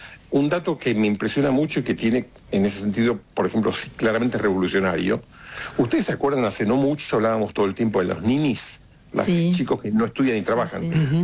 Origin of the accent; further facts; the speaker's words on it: Argentina; en Argentina estamos del lado del principio